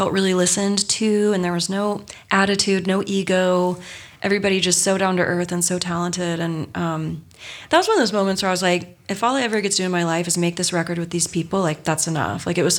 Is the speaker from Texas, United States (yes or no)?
yes; Texas, United States; growing up in Texas